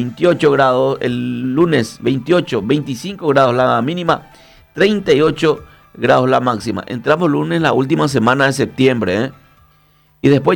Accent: Villa Elisa, Central, Paraguay; en la zona de donde yo vengo, que es de Villa Elisa, se nota bastante cuando hay neblina.

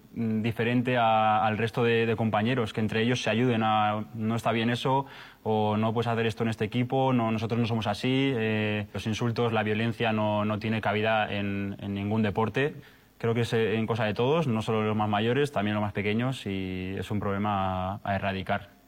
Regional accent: Navarre, Spain; Yo soy de Navarra y la primera vez que jugué en un campo, en un estadio de fútbol profesional, cerca de casa

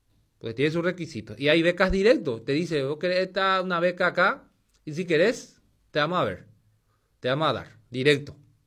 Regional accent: Paraguay; Yo estoy contento en mi país.

